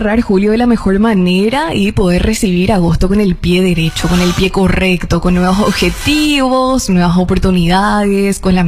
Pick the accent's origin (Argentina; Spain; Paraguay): Paraguay; realidades que como paraguayos, claro, nos azotan bastante.